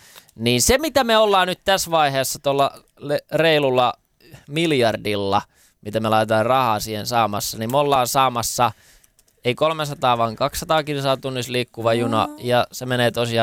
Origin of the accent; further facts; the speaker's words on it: Helsinki, Uusimaa, Finland; halutaanko me paljasjalkaiset stadilaiset